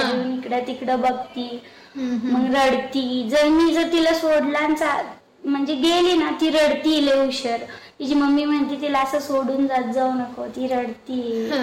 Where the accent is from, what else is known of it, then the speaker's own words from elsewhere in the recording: Miraj, Maharashtra, India; moved away; मी सांगलीची आहे, मिरज सांगली. माझ्या मम्मीचं गाव आहे ते.